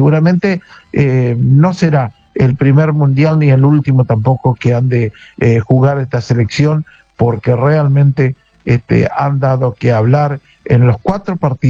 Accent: Argentina; nos hace más grandes como argentinos

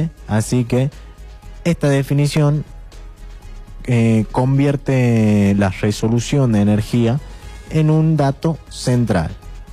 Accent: La Rioja, Argentina; somos usuarios de Edelar, todos los riojanos.

